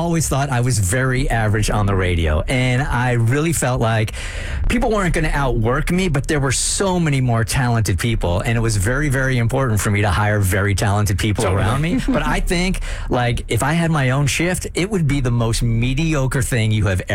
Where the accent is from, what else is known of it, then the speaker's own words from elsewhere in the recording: California, United States; now in Atlanta, United States; As much as I'm from California, so I'm always going to be a Chargers fan.